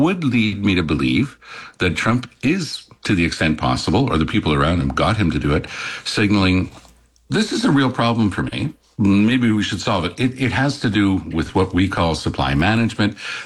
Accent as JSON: {"language": "English", "region": "Quebec", "country": "Canada", "said": "I get it. I come from Quebec. I know that politicians here behave badly sometimes to get stuff on side, and it's very different from the rest of Canada."}